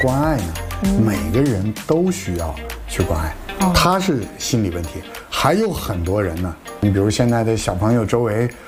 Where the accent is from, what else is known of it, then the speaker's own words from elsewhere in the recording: China; 发了一个我们中国人的方面的一个研究